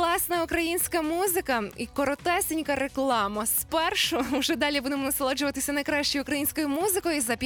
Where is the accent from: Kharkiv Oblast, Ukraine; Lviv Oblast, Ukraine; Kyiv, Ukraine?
Lviv Oblast, Ukraine; Stryi; Франція, Італія чи, можливо, просто наше рідне місто Стрий.